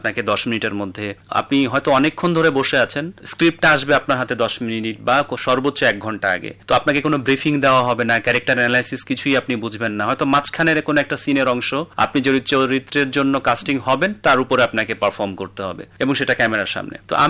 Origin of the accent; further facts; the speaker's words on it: Bangladesh; also born or lived in Kolkata; আমি বাংলাদেশের একজন নাগরিক